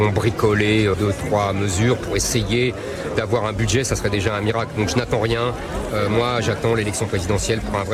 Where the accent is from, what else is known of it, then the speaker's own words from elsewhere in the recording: France; Bah, mes origines, je suis français, moi. Mes parents sont nés en Algérie, mais ils étaient pieds noirs.